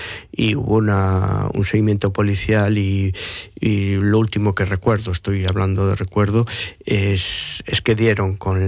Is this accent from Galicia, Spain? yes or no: yes; Galicia, Spain; yo soy del barrio del Couto, de toda la vida